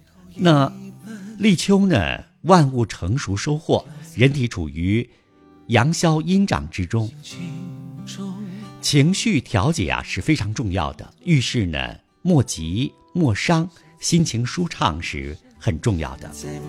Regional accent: Northeast China, China; now in Guangdong, China; 如果去到了北方，比如说去到我的家乡东北哈，

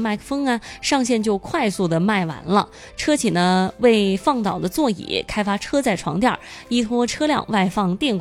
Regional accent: Shantou, Guangdong, China; born there; 因为我是生在玩具之都澄海啊

